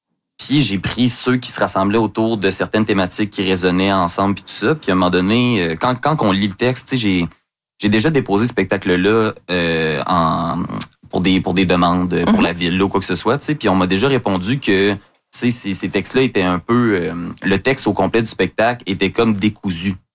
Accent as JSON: {"language": "French", "town": "Lévis", "region": "Quebec", "country": "Canada", "tie": "born or raised there", "said": "Après avoir passé toute mon enfance à Lévis"}